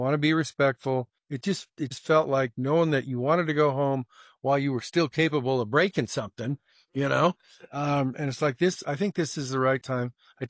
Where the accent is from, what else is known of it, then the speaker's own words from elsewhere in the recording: Carson, United States; Well, I grew up in Carson, and it was a town of between 5 and 10,000 people.